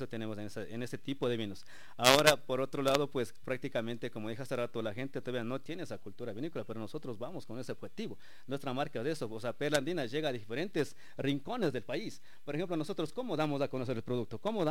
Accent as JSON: {"language": "Spanish", "town": "Sigchos", "region": "Cotopaxi", "country": "Ecuador", "said": "nosotros somos uh-huh. del Cantón Sitios, como de aquí en Ticusí."}